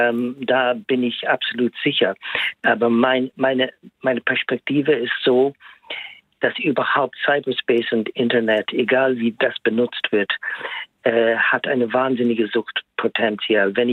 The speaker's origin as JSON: {"language": "German", "country": "Ireland", "second_language": "German", "moved": "yes", "said": "ich komme aus Irland allerdings"}